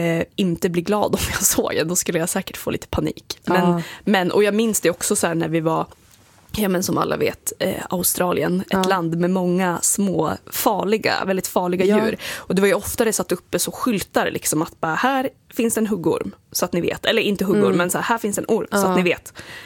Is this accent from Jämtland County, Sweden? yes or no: yes; Jämtland County, Sweden; moved away; Jag kommer ju då från Jämtland